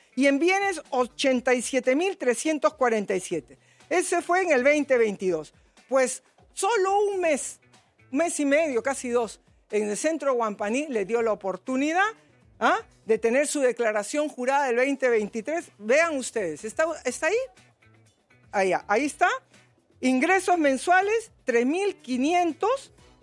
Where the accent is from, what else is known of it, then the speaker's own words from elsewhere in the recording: Peru; como madre, como hija, como peruana